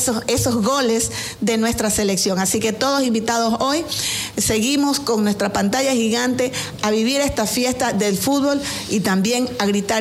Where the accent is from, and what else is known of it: Ecuador